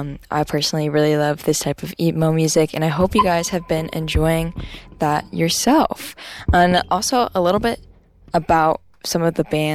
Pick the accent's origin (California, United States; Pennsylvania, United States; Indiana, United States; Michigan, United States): California, United States; Bay Area; now in Los Angeles, United States; I'm actually from the Bay Area too. I'm from the peninsula, and I love my Bay Area bands